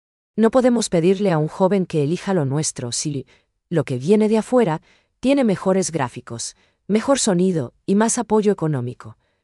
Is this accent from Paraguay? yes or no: yes; Paraguay; Eso es lo que nos define como paraguayos.